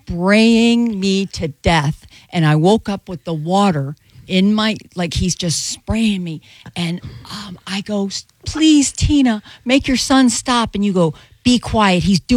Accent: St. Louis, Missouri, United States; now in Tampa, United States; I was from St. Louis

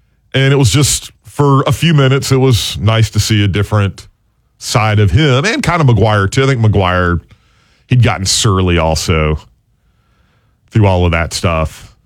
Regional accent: Spartanburg, South Carolina, United States; also born or lived in LaGrange; house that we lived in, 321 Fairlane Drive, Spartanburg, South Carolina, did not have central air when we moved there from LaGrange to Spartanburg.

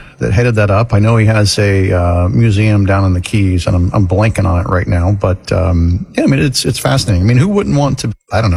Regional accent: Florida, United States; Well, yeah, I grew up in Florida.

